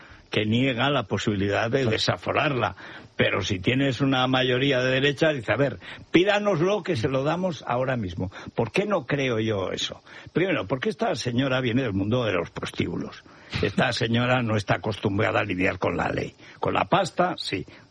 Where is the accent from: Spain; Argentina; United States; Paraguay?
Spain; Os Peares, Galicia; Digo, es que soy gallego, de los Peares, no puedo.